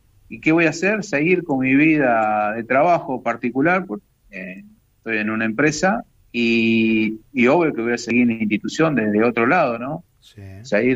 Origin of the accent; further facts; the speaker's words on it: Mendoza, Argentina; born there; now in Coronel Moldes, Argentina; Yo soy nacido en Mendoza y en el año 81 vine a vivir a Coronel Moldes.